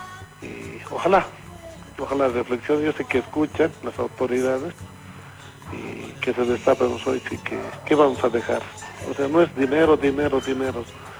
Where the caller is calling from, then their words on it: Bolivia; nuestro querido, bendecido país, la República de Bolivia